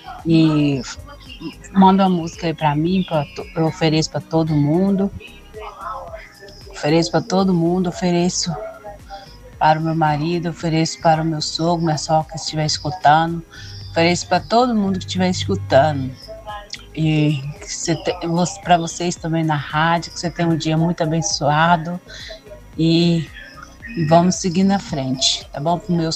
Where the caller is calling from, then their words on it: Brazil; Eu falo do São Francisco de Assis